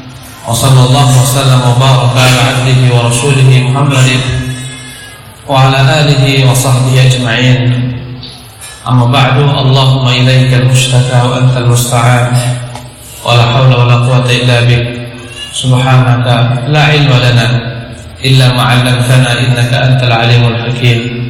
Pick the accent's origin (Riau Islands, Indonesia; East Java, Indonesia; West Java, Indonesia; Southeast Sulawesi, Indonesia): Riau Islands, Indonesia; Batam; Saya dari Batam, antum dari Lombok, sebagian dari Bima.